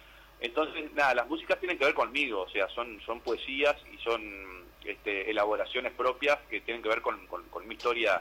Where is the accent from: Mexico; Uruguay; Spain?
Uruguay; Tacuarembó; moved away; me tiene como un vínculo con mi tierra natal, con Tacuarembó.